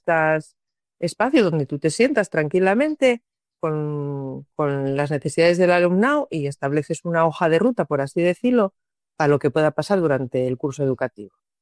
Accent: Candás, Asturias, Spain; lo primero que tengo que decir es que no soy de Cangas de Narcea, encima yo soy de Candás

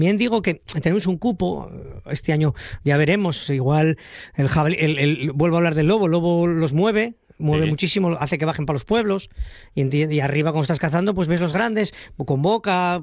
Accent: Asturias, Spain; somos asturianos y nosotros, bueno, yo el primero.

